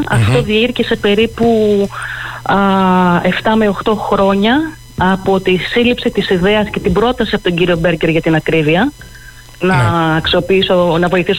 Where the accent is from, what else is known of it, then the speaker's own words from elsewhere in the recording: Greece; Στα μέρη μας, όταν λέω μέρη μας εννοώ Απολωνίων γενικότερα